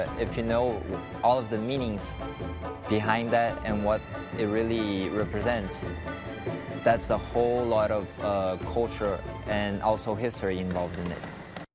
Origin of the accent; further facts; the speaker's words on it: Brazil; now in China; I'm a student from Brazil. I've been studying in Hubei University for 5 years.